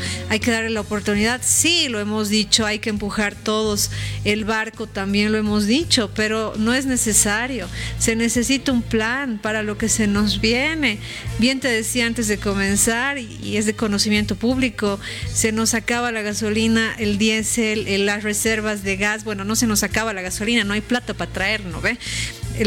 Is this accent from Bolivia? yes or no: yes; Bolivia